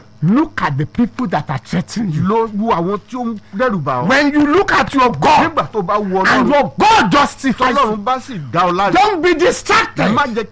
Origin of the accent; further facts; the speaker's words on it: Lagos, Nigeria; I am from Lagos.